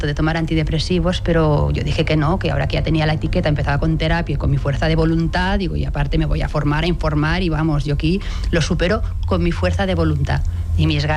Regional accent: Lleida, Catalonia, Spain; born there; moved away as an adult; also born or lived in Barcelona; Nací en Lleida y me vine a estudiar a Barcelona y bueno, me enamoré de la ciudad. Entonces, cuando acabé la carrera ya busqué trabajo por aquí.

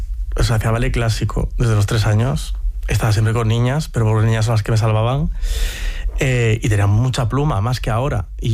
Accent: Ourense, Galicia, Spain; Entonces, a mí me daba miedo Ourense. Me daba miedo eso, esa vuelta a mi ciudad natal, porque había cosas que mi padre y mi madre no sabían.

